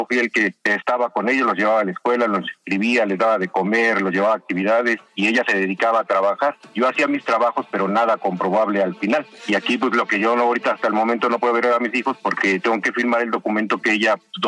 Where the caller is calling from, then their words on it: Iztacalco, Mexico City, Mexico; De aquí, de Iztacalco.